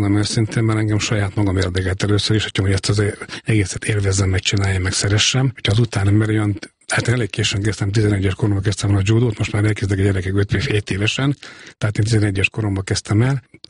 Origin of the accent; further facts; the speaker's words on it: Miskolc, Borsod-Abaúj-Zemplén, Hungary; born there; Még Miskolcon születtem 1965-ben, igen